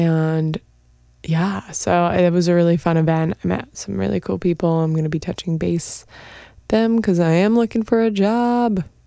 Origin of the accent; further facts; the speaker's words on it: Maine, United States; moved away; I'm from Maine